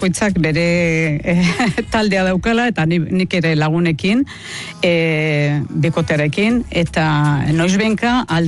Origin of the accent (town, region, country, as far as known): Bermeo, Basque Country, Spain; accent: Bermeo Basque dialect (Biscayan)